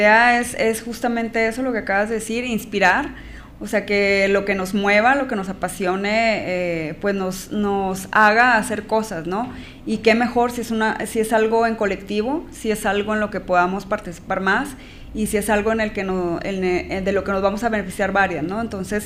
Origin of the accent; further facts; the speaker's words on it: Hidalgo del Parral, Chihuahua, Mexico; moved away; yo soy de aquí de Parral